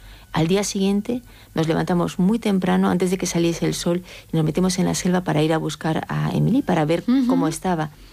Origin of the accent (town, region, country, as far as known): Galicia, Spain